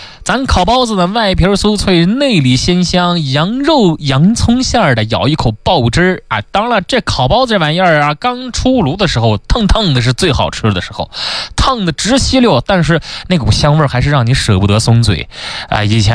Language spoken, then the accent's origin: Chinese; Xinjiang, China; 我们新疆人说话非常喜欢用倒装句啊